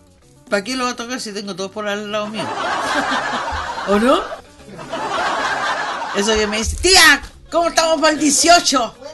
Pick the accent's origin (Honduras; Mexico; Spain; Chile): Chile; Somos rotos chilenos.